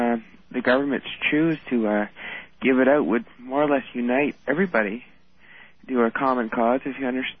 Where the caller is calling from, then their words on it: New Brunswick, Canada; I'm calling from New Brunswick, Canada.